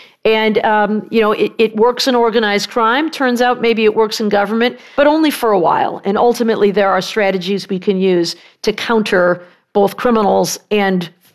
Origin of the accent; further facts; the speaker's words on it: Michigan, United States; I come from Michigan